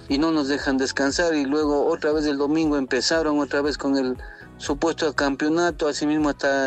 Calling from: Quito, Pichincha, Ecuador; soy del morador de Carapungo, del sector de Hernando Parra.

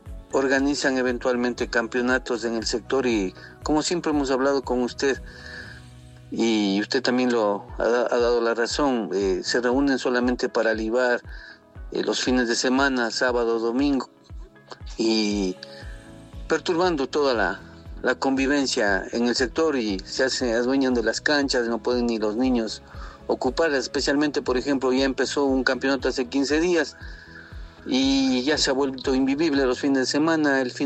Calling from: Quito, Pichincha, Ecuador; soy del morador de Carapungo, del sector de Hernando Parra.

